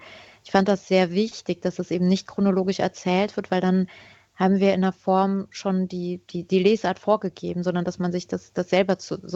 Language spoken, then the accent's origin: German; Hermeskeil, Rhineland-Palatinate, Germany; geboren und aufgewachsen in Hermeskeil